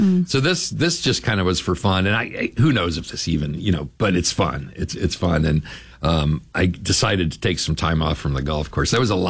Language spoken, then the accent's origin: English; Springfield, Ohio, United States; moved away as an adult; now in Michigan, United States